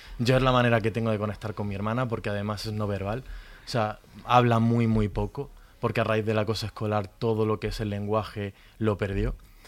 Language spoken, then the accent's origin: Spanish; Granada, Andalusia, Spain; Yo soy de Granada, ¿no?